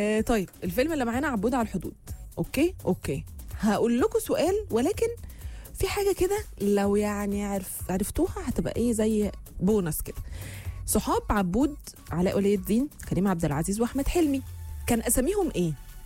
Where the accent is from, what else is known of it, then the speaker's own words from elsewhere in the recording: Egypt; عندنا في مصر